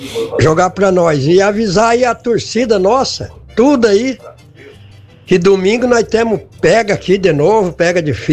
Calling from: Paraná, Brazil; Vim aqui do Pacuri.

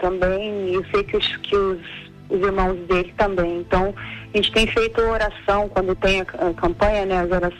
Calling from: Mato Grosso, Brazil; Mato Grosso.

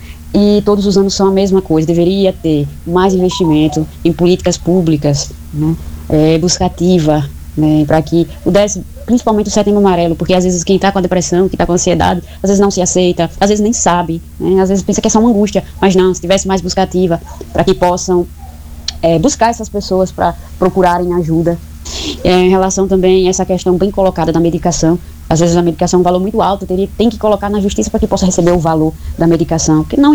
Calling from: Campo do Brito, Sergipe, Brazil; sou da cidade de Campo do Brito.

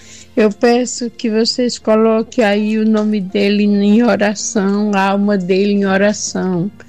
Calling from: Paraíba, Brazil; falo aqui da cidade de Bahia, Paraíba.

